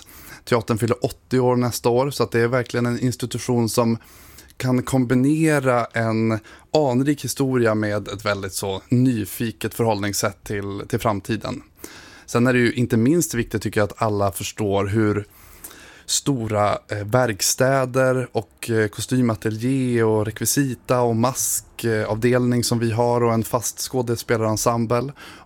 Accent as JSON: {"language": "Swedish", "region": "Ångermanland", "country": "Sweden", "moved": "as an adult", "lives_now": "Norrköping, Sweden", "said": "jag är från Ångermanland, precis."}